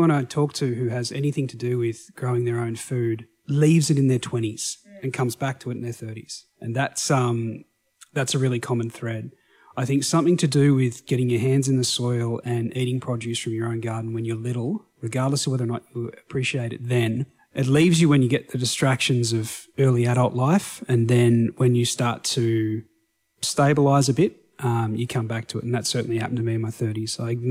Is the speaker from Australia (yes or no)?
yes; Ballarat, Victoria, Australia; I grew up in regional Victoria in a big town called Ballarat.